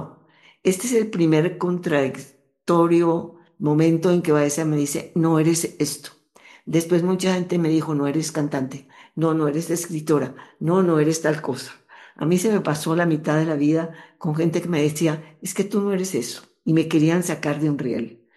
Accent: Colombia; moved away; Empecé en Italia, que era fácil. No nos pedían papeles, documentos. Colombia no necesitaba visa para nada, nunca.

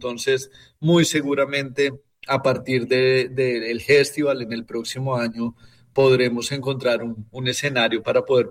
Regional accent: Bogotá, Bogotá Capital District, Colombia; now in Valledupar, Colombia; Yo soy de Bogotá

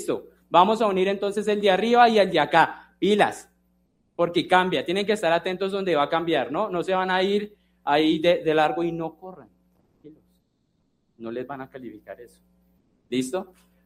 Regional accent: Bogotá, Colombia; aquí yo soy Rolo, la verdad.

